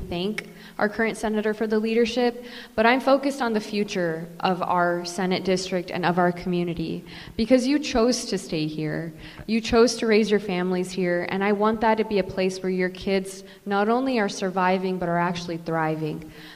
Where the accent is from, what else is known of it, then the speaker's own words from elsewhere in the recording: Central Valley, California, United States; And this is where I've been born and raised, and this is the district that raised me, and I want to give that same energy back to it, because the hardest working people I know are right here in the Southern Central Valley.